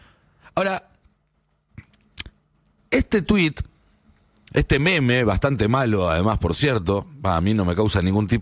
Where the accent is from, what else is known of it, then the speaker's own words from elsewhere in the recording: Argentina; No somos Occidente, somos Argentina.